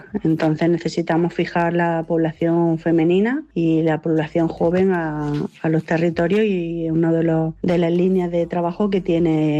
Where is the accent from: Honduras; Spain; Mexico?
Spain; Granada, Andalusia; born there; now in Sierra de las Nieves, Spain; Yo nací en Granada. Allí estudié la licenciatura de Pedagogía y Relaciones Intergeneracionales.